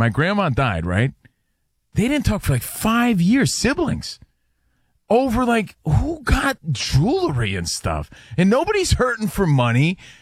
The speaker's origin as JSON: {"language": "English", "region": "New Jersey", "country": "United States", "tie": "born or raised there", "said": "I had so many friends growing up in Jersey where you didn't walk through the front."}